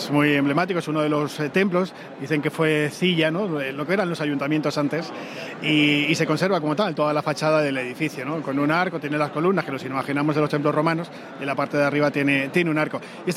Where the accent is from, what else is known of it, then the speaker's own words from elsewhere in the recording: Bohonal de Ibor, Extremadura, Spain; mi pueblo, Bonaldibor. ya por hacer ese guiño, me preguntabas antes que dónde estaba Bonal, no te lo he dicho, estamos justo a la orilla del Tajo, a la orilla sur del Tajo, justo ya donde empiezan esos montes de Toledo, la Sierra de Guadalupe que hacíamos mención.